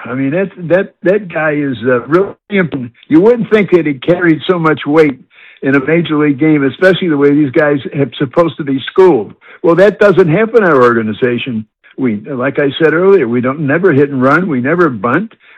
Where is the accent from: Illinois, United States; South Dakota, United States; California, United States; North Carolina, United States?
Illinois, United States; Chicago; And I'm born and raised in Chicago, so I can say that. And in fact, I'm 10 minutes from the ballpark is where I was born.